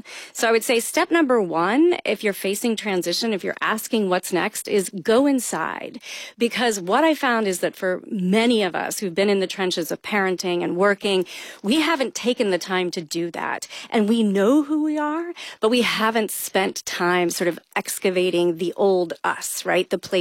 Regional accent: Kentucky, United States; I grew up in Kentucky.

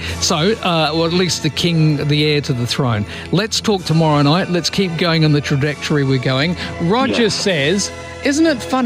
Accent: England, United Kingdom; also born or lived in Australia; I'm watching the football at the moment because I'm English. I want to watch England win, but also because I'm Australian.

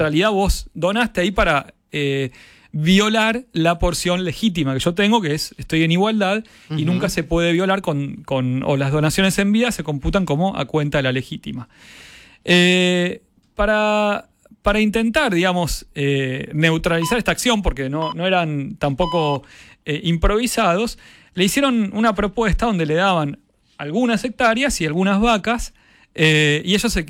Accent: Buenos Aires, Argentina; Iba a decir un pueblo en mi, porque soy tan porteño, pero es una ciudad en la provincia de Buenos Aires.

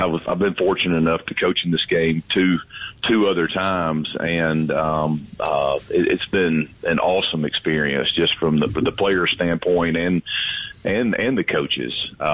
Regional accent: Amory, Mississippi, United States; now in Lowndes County, Mississippi, United States; I'm from Amory, and my wife's from Amory, and we're kind of North Mississippi people

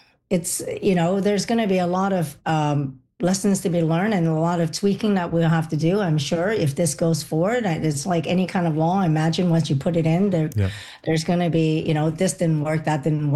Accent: Hong Kong; moved away; I'm from Hong Kong

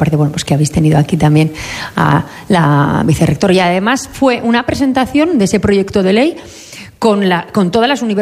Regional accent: Navarre, Spain; los navarros somos plurales, diversos, navarros que se sienten vascos, navarros que se sienten del mundo, navarros que se sienten solo navarros que se sienten navarros y españoles.

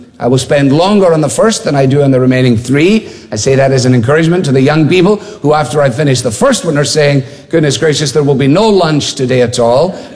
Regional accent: Scotland, United Kingdom; and in making the call as a Scotsman, it seemed to me only sensible to ask for

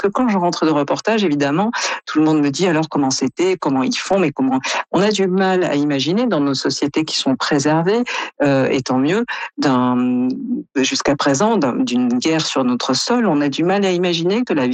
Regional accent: France; quand on est Canadien ou comme moi français

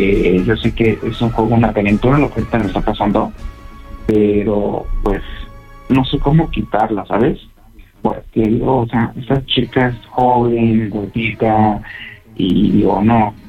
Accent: Coahuila, Mexico; Claro, tengo lo que son 30 años y soy de aquí de Coahuila.

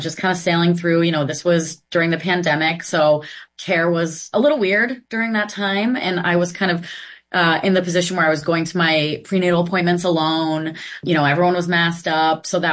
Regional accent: Massachusetts, United States; born or raised there

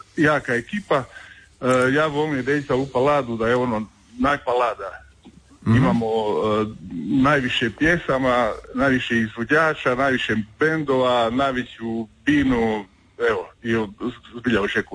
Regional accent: Primorje-Gorski Kotar County, Croatia; Ja sam rodom iz Jadrana

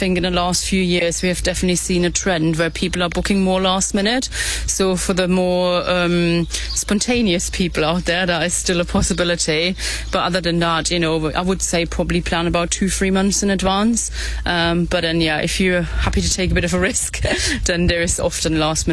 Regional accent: Germany; now in Narberth, United Kingdom; I'm originally from Germany, but I've completely fallen in love with Pembrokeshire and the beautiful coastline here

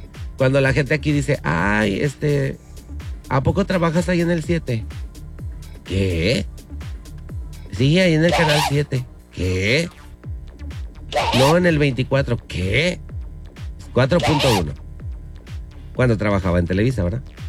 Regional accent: Mexico

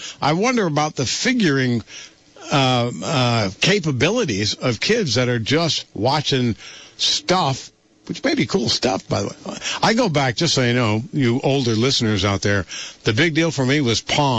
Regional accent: South West England, United Kingdom; So as a kid growing up in South Dorset in the early 50s.

